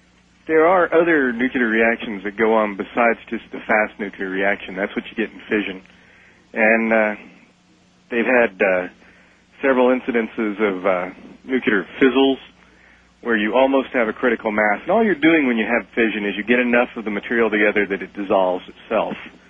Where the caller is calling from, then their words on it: Texas, United States; I'm calling from Texas.